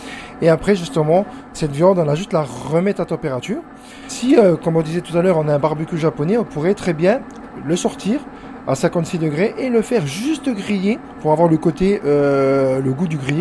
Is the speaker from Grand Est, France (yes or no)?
yes; Grand Est, France; on a des très bonnes viandes chez nous en Lorraine